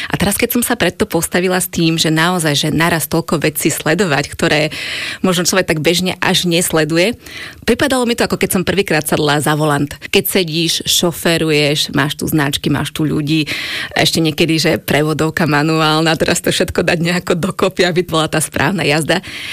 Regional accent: eastern Slovakia, Slovakia; som z východu a samozrejme tá slovenčina naša je veľmi krásny jazyk, ale pre nás východňarov niekedy je taký zapeklistý.

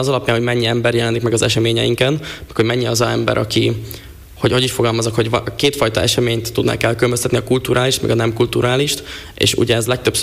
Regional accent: Kráľová nad Váhom, Trnava Region, Slovakia; now in Prague, Czechia; Vágkirályfán, Galántos helyek között egy kis faluban, Felvidéken.

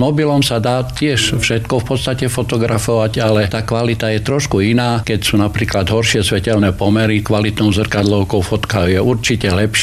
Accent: Stropkov, Prešov Region, Slovakia; pochádzam zo Stropkova

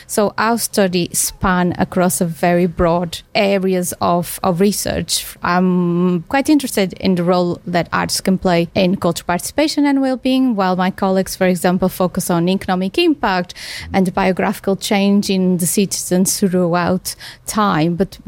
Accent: Porto, Norte, Portugal; But as I mentioned, I come from Portugal and my hometown is Porto, which was European Cup of Culture 2001.

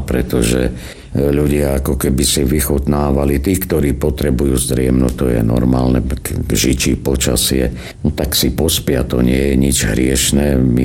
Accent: Jablonov, Prešov Region, Slovakia; lebo som vyrastal v Jablonova, v nedalekej farnosti.

